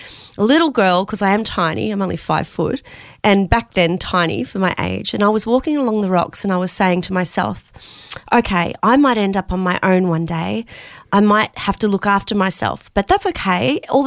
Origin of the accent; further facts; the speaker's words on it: Romsey, Victoria, Australia; also born or lived in Melbourne; And I grew up in Romsey, which is about an hour out of Melbourne mm-hmm. in rural. It was beautiful.